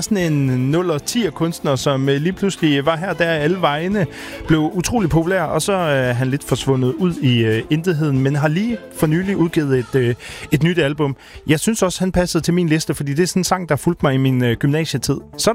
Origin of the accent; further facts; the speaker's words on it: Kolding, Region of Southern Denmark, Denmark; som Kolding-dreng, så skal jeg jo have noget lokalt på listen også.